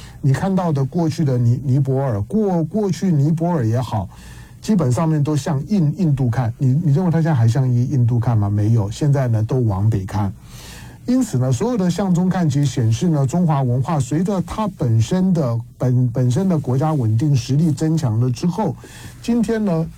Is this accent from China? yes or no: no; Taiwan; born there; 我都说我是一个在台湾出生的中国人，我是一个在台湾出生的统派